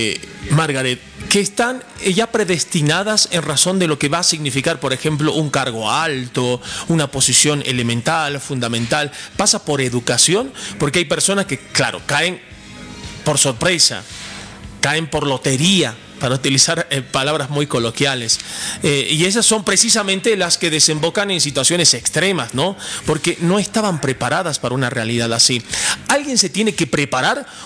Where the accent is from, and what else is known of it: Bolivia